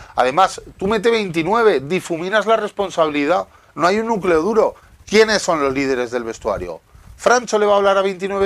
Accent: Zaragoza, Aragon, Spain; Y digo, joder, pues si estamos a la par y somos de Zaragoza solo.

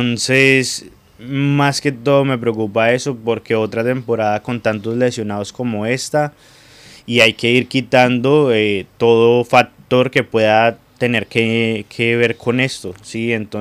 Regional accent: Colombia; yo me crié en Colombia jugando en tierra, que las canchas ni siquiera estaban niveladas

